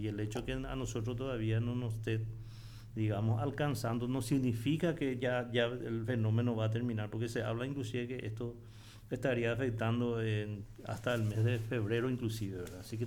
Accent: Paraguay

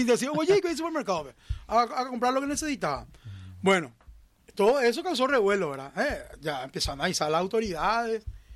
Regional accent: Paraguay

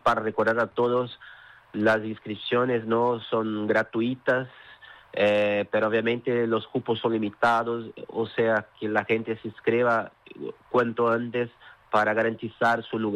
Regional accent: Brazil; Spanish is a second language

